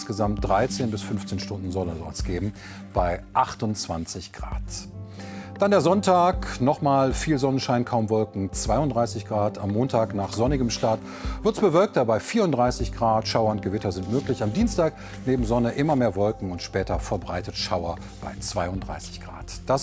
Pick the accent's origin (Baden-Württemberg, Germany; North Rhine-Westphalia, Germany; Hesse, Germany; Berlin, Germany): North Rhine-Westphalia, Germany; Duisburg; Meine Heimat, mein Verein Duisburg und der MSV.